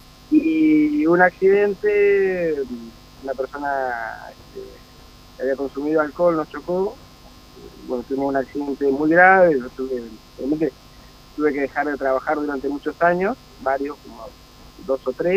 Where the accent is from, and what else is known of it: Ingeniero Huergo, Río Negro, Argentina